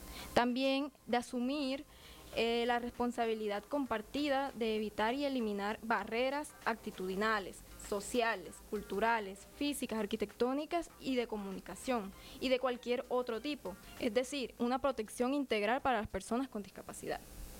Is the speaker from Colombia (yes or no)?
yes; Colombia; nosotros como colombianos